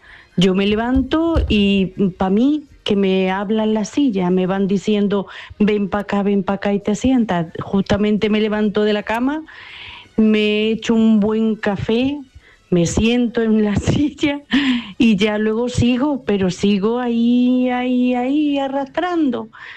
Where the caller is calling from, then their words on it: Bailén, Andalusia, Spain; de Bailén.